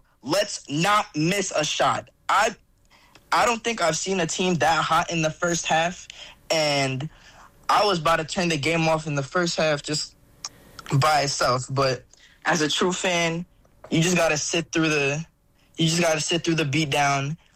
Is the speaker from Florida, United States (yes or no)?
no; New York, United States; as a New Yorker